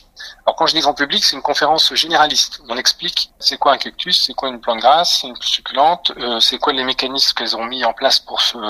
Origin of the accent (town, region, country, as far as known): France